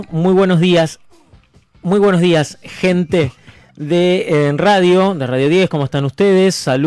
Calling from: Zapala, Neuquén, Argentina; de Zapala, Neuquén, Argentina.

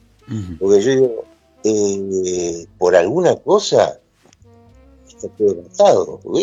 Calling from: Mar del Plata, Buenos Aires Province, Argentina; Yo vivo en Bolívar y Santiago del Estero.

